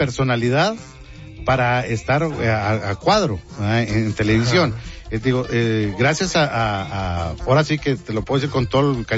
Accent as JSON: {"language": "Spanish", "town": "Monterrey", "region": "Nuevo León", "country": "Mexico"}